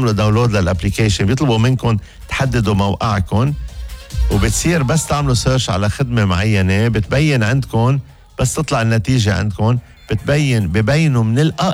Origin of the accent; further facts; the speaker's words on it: Lebanon; انا لبناني لبناني